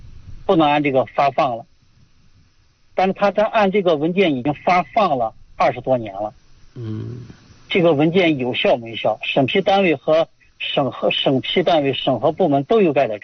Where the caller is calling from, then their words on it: Shanxi, China; 我山西这边的。